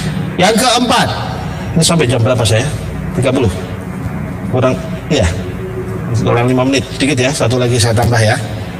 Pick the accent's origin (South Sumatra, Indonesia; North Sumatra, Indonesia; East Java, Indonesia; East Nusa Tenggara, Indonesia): East Java, Indonesia; Saya kan orang Jawa Timur, saya ngomong harus kasar.